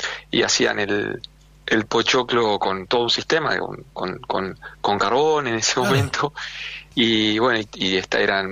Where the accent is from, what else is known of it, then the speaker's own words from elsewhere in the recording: Rosario, Santa Fe, Argentina; Y la verdad es que sí, que soy rosarino, nací acá en un hospital público, en el Roque Sáenz Peña, en la zona sur de Rosario, y orgulloso de ser rosarino.